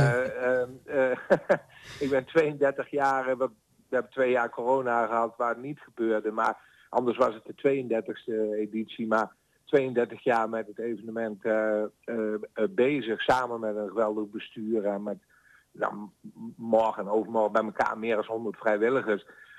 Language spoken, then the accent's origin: Dutch; Doesburg, Gelderland, Netherlands; now in Vaassen, Netherlands; Ik kom oorspronkelijk uit Doesburg. Dat was ook echt een verenigingsdorp, of stadje moet ik zeggen, Doesburg.